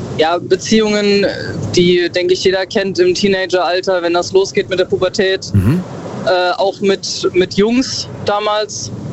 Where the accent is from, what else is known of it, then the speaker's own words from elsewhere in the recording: Bad Kreuznach, Rhineland-Palatinate, Germany; Ich komme ursprünglich aus der Ecke Bad Kreuznach.